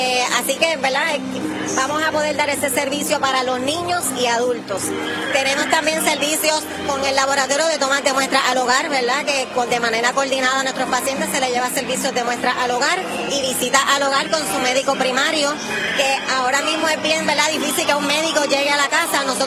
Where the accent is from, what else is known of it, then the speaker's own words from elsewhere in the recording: Isabela, Puerto Rico; Y yo soy de Isabela